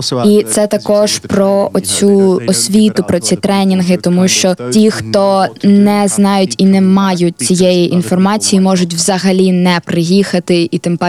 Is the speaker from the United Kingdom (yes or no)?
yes; United Kingdom; Ukrainian is a second language; moved away as an adult; now in United States; Я маю дуже багато любові саме до Британії, бо я зростав у цьому контексті, і дуже багато речей ставалося саме у цьому контексті. Я ідентифікую себе більше з Британією, але зараз я живу в Сполучених Штатах, тому що там моя дружина.